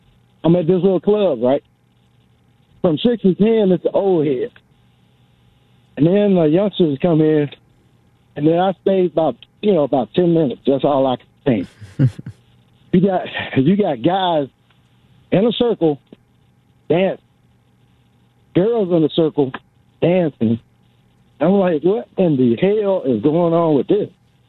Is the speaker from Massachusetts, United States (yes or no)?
no; Mississippi, United States; Hey, I grew up in Mississippi, so I can tell you.